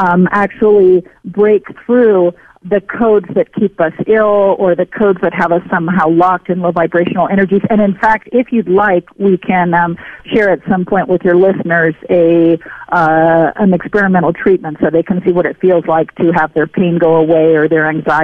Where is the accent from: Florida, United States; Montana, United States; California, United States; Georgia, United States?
California, United States; San Francisco; born there; I was born in San Francisco.